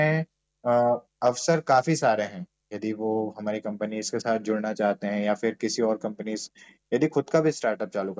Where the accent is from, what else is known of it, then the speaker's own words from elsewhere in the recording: Khandwa, Madhya Pradesh, India; Khandwa basically मेरा home town भी है